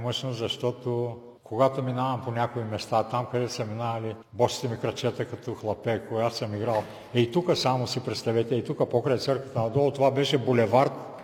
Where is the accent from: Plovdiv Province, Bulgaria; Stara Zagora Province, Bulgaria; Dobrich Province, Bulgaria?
Dobrich Province, Bulgaria; Dobrich; born there; Ами роден съм в Добрич, но детските ми години са минали тука.